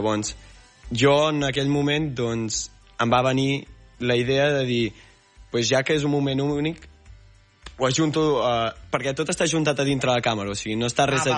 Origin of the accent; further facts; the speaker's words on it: Berga, Catalonia, Spain; Sí, sí, soc de Berga.